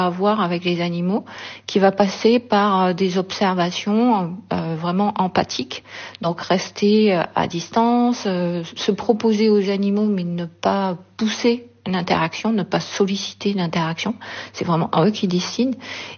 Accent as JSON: {"language": "French", "region": "Southern France", "country": "France", "accent": "southern French", "said": "comme moi, j'ai un accent du sud"}